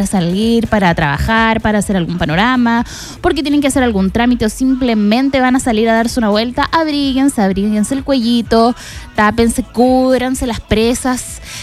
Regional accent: San Vicente de Tagua Tagua, O'Higgins, Chile; Ustedes saben que yo soy de San Vicente, pues, amigos, soy del campo, de por allá, de los cerros ahí, bien encajonada.

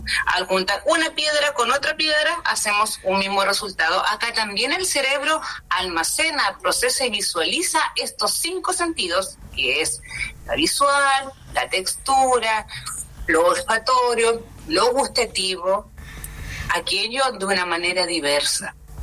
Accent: Chile; algunos nacimos en el norte, otros nacimos en el sur, pero seguimos siendo chilenos

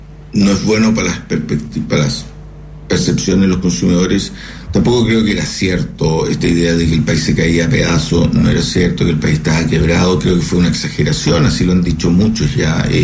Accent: Chile; como persona natural, como chileno

